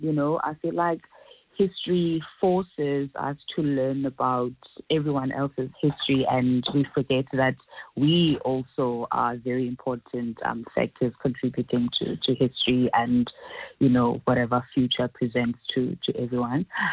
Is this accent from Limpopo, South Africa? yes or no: no; Cape Town, Western Cape, South Africa; also born or lived in Elsies River; So I'm from Gugule to Cape Town, and before we were moved to Gugule, I talk about being displaced from Witbank Elsitz River.